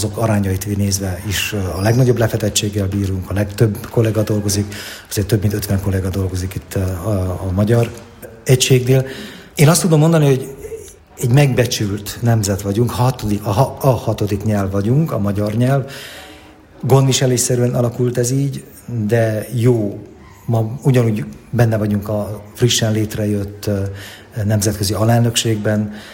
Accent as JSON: {"language": "Hungarian", "country": "Hungary", "said": "magyarként a nemzetközi térben mindig ilyen kisebbségi komplexusaink vannak."}